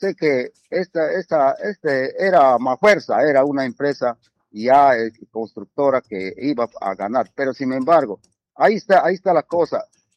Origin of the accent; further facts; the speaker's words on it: San Martín, Peru; also born or lived in Cainarachi; natural de este sector, de esta comunidad de Pintoyacu. Soy nacido y crecido, estudiado en Cainarachi, mi secundaria, hasta ahí nomás podía llegar.